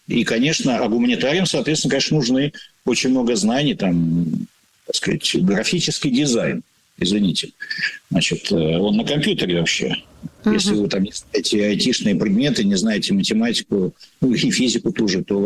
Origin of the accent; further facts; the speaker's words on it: Ural, Russia; now in Moscow, Russia; я родился и вырос на Урале, значит, и приехал в Москву